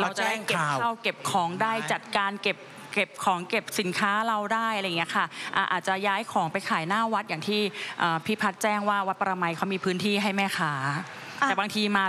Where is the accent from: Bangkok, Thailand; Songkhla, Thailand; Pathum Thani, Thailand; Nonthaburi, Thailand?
Nonthaburi, Thailand; ตั้งแต่เกิดโตที่นั่นเลยค่ะ